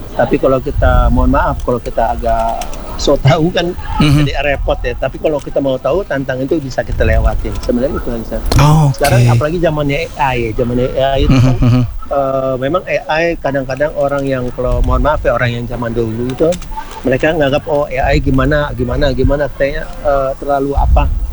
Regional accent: Manado, North Sulawesi, Indonesia; Iya, betul, kita dari Manado.

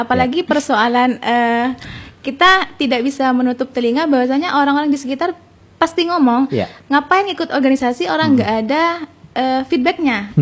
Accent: Indonesia; born there; saya lahir di Kecamatan Kariangat, di mana di kecamatan saya sendiri mas itu banyak anak mudanya yang kurang terhadap bersosialisasi, berorganisasi sendiri.

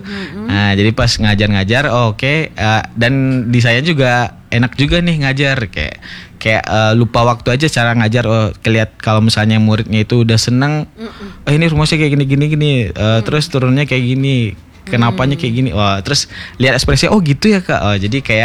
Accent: West Sumatra, Indonesia; moved away as an adult; now in Bandung, Indonesia; Aku orang Sumatera Barat, Ibu.

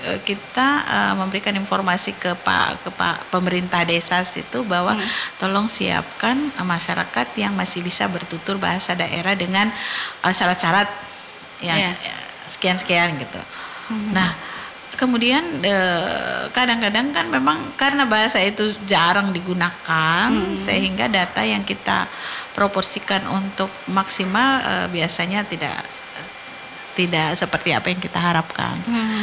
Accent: South Sulawesi, Indonesia; Kita tuh orang Sulawesi Selatan perlu berbangga ya, karena muatan lokal itu dari dulu, dari saya kecil juga sudah belajar bahasa daerah di sekolah.

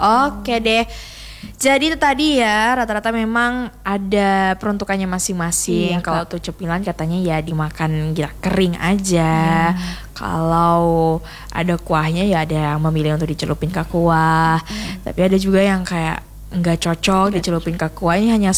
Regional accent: Makassar, South Sulawesi, Indonesia; Oh, asli mana? Makassar asli.

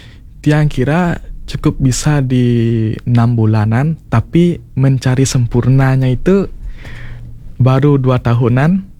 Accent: Bali, Indonesia; kita orang Bali

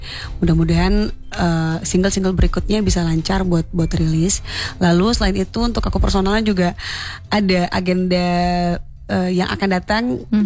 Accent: West Sumatra, Indonesia; kita sebagai orang Minang

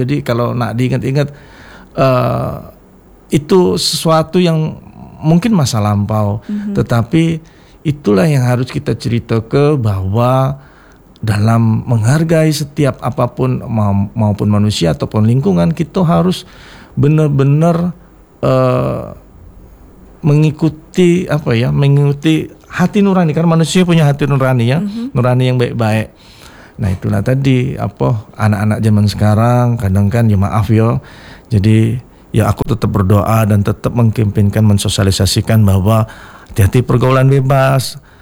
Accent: Palembang, South Sumatra, Indonesia; kita wong Palembang

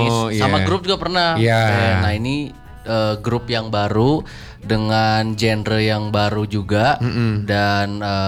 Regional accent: Bandung, West Java, Indonesia; born there; Sebenarnya kalau kita bertiga mah di Bandung ya lahir mah, cuma karena kita ada marga berarti ya kita Batak lah.

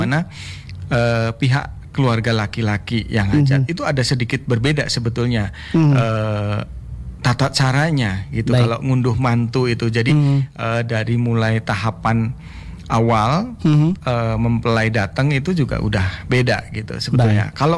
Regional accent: Central Java, Indonesia; Jawa. Jawa Tengah.

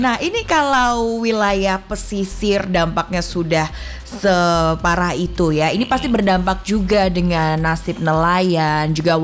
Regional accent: Semarang, Central Java, Indonesia; sebagai warga Kota Semarang

